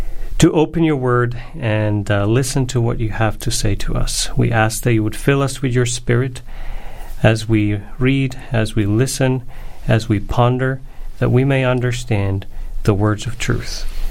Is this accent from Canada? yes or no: no; Estonia; English is a second language; I come from a little country in Europe called Estonia. And don't worry if you haven't heard of it.